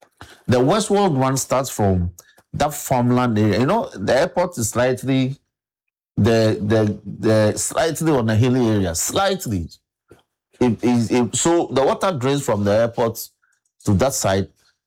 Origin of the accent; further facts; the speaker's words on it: Accra, Greater Accra, Ghana; I grew up in Mamubi here. The famous Kaukudi, Mamubi, Nima, Gota, all the way to Circle.